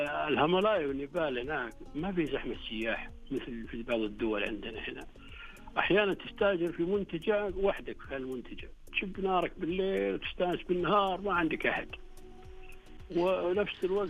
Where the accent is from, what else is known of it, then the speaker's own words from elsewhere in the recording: Riyadh, Riyadh Province, Saudi Arabia; انا طالع من اجمل مدينة في المنطقة كلها، انا طالع من الرياض يا اخي.